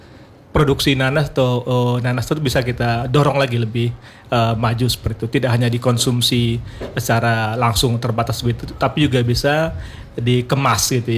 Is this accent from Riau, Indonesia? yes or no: yes; Riau, Indonesia; Saya kan asli Riau juga nih. Jadi waktu kecil itu saya juga ada lihat tuh ada nanas di Riau ya.